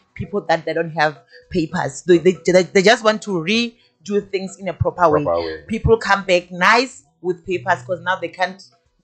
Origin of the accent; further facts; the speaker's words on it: South Africa; as an artist, a South African artist, I'm here.